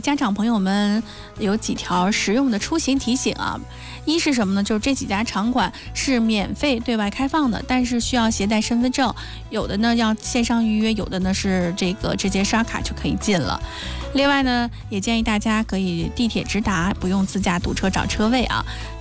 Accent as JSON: {"language": "Chinese", "region": "Hebei", "country": "China", "said": "我们作为河北人"}